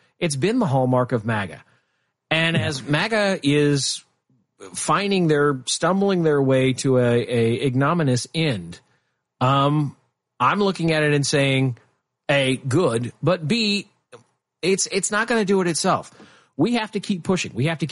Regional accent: Nebraska, United States; But here's the thing is that when I grew up in Nebraska, especially, There was a little bit of townie versus outsider.

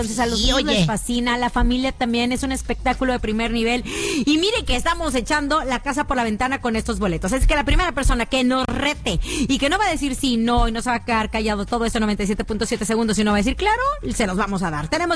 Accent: Mexico; la mejor forma de festejar a México es siendo buenos mexicanos.

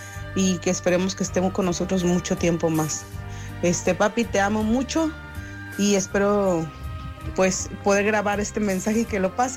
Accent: Mexico City, Mexico; la amiga de Berenice.

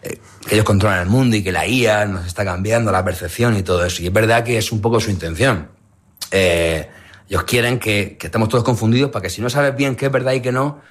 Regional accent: Murcia, Region of Murcia, Spain; Soy un chico de Murcia, nací en el año 86.

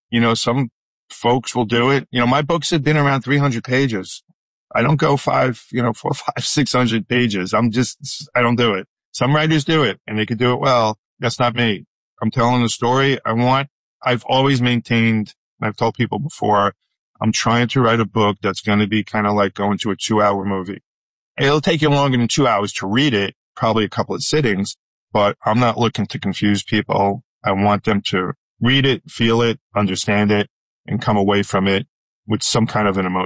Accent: New York, United States; You know, I started out, I'm from New York. I started out at a radio station in New York

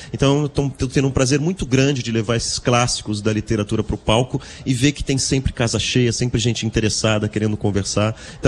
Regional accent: São Paulo, Brazil; Eu sou de São Paulo. Eu moro no centro de São Paulo, ali no Copan.

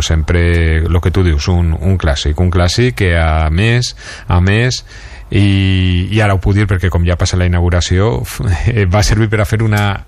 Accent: Valencian Community, Spain; Doncs pues mira, una altra notícia trista que hem tingut aquest estiu i ja com a valencians és la pèrdua del tresor de Villena

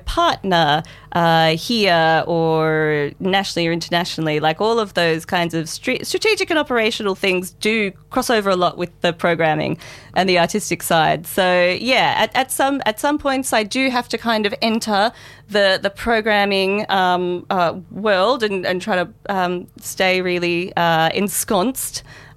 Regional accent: Melbourne, Victoria, Australia; moved away as an adult; also born or lived in Adelaide, Australia; now in Byron Bay, Australia; I'm from Melbourne originally

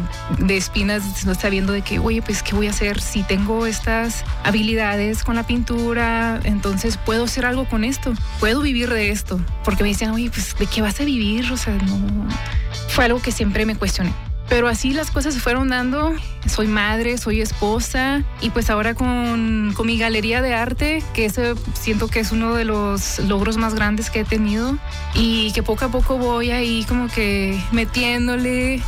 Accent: Ojinaga, Chihuahua, Mexico; also born or lived in Presidio, Texas, United States; Regresando a mis tierras, a Ojinaga, Presidio, soy de ambos lados

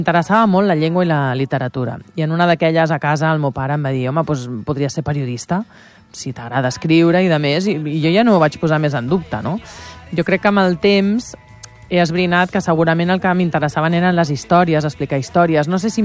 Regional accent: Valencia, Valencian Community, Spain; moved away as an adult; now in Barcelona, Spain; Jo em vaig criar a València. I quan acabo l'institut, vinc a Barcelona a estudiar.

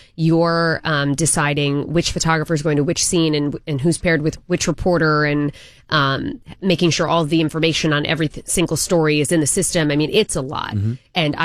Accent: Connecticut, United States; No, I'm from Connecticut originally, and went to school at Hofstra University on Long Island for broadcast journalism.

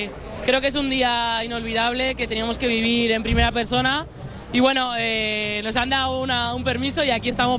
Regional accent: Vallecas, Community of Madrid, Spain; somos de Vallecas

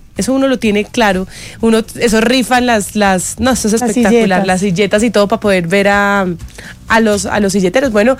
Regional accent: Colombia; born there; ustedes saben que yo nací en Puerto de Río, pero a mí me encanta Medellín

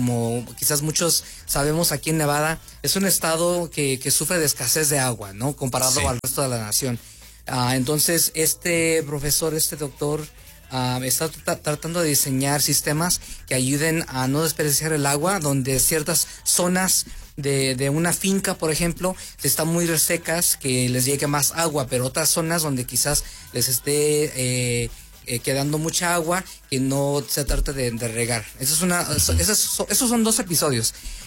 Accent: Mexico; now in Reno, United States; yo que soy mexicano

